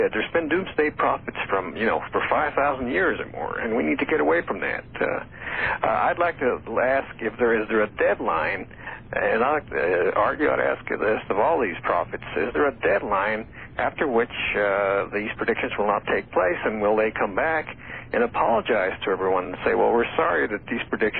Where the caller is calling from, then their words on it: El Paso, Texas, United States; I'm calling from El Paso.